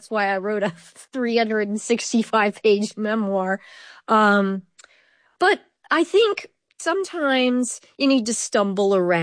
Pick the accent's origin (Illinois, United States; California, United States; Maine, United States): California, United States; I was as an undergrad in Los Angeles. I'm from California originally. My parents are from Ireland.